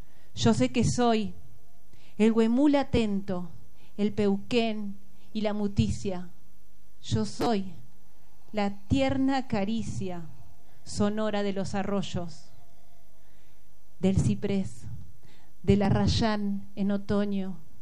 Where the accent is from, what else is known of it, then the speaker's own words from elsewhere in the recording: Esquel, Chubut, Argentina; now in La Plata, Argentina; soy nacida y criada en la ciudad de Esquel, Chubut. Hace más de 20 años que vivo en La Plata.